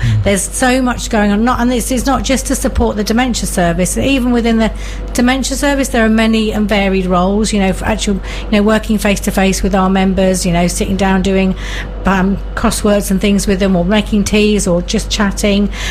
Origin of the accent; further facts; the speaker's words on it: Alton, South East England, United Kingdom; I was born in Alton, lived here all my life, and it's a great place to be.